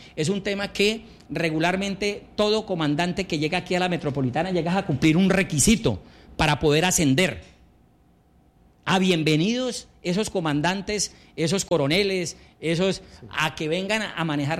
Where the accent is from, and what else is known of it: Villavicencio, Meta, Colombia